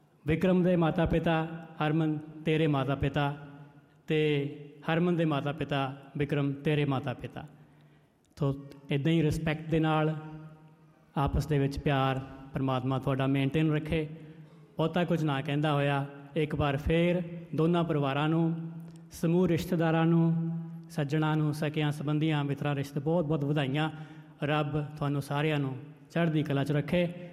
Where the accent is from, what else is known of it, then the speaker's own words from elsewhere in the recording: Punjab, India; ਮਾਲਵੇ ਦੇ ਲੋਕਾਂ ਦੀਆਂ ਵੱਡੀਆਂ ਜ਼ਮੀਨਾਂ ਆਉਂਦੀਆਂ ਅਤੇ ਇਹਨਾਂ ਦੇ ਦਿਲ ਵੀ ਬਹੁਤ ਵੱਡੇ ਹੁੰਦੇ ਆ ਅਤੇ ਅਸੀਂ ਦੁਆਬੇ ਵਾਲੇ ਹਾਂ।